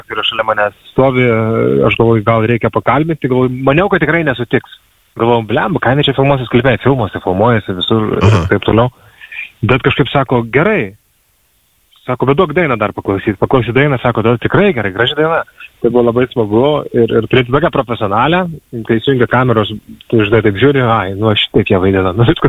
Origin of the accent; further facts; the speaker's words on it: Panemunė, Kaunas County, Lithuania; Aš užaugau prie Kauno, aš užaugau Panemunėj, užaugau prie Kauno.